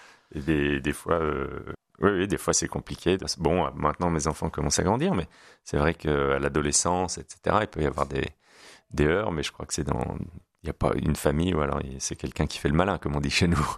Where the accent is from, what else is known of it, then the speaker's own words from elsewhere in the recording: Hauts-de-France, France; moved away as an adult; also born or lived in Touraine / Lyon region; now in Vaucluse, France; c'est un petit peu la nostalgie du pays où j'ai grandi